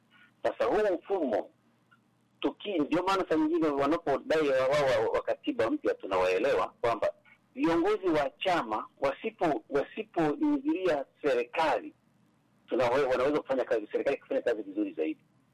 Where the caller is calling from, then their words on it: Mara, Tanzania; natokea Kiamwame Roria.